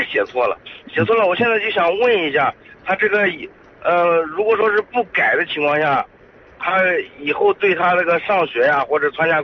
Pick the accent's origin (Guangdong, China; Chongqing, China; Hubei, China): Hubei, China; moved away; 我跟我老家那边湖北那边打电话